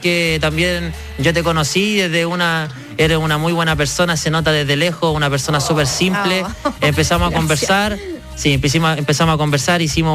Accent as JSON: {"language": "Spanish", "town": "Curacaví", "region": "Santiago Metropolitan Region", "country": "Chile", "tie": "born or raised there", "said": "enviarle un cariñoso saludo a mi Curacaví, que me ha visto crecer, que es mi tierra"}